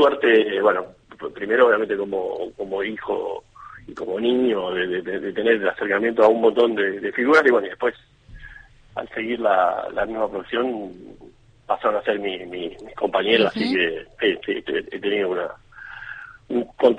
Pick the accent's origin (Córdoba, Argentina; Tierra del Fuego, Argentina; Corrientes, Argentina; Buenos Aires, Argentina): Buenos Aires, Argentina; born there; yo soy el primero de mis hermanos que nació en Buenos Aires.